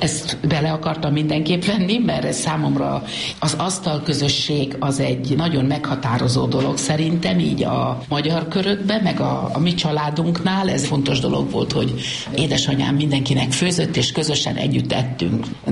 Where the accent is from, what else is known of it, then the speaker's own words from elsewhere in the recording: Hungary; moved away as an adult; now in Switzerland; jövőre lesz 50 éve, hogy itt élek. És annyira, de annyira magyar vagyok